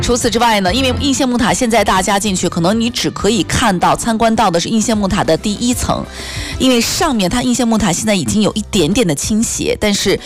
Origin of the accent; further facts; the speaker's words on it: Taiyuan, Shanxi, China; 我自己呢是山西太原人，土生土长的山西太原姑娘啊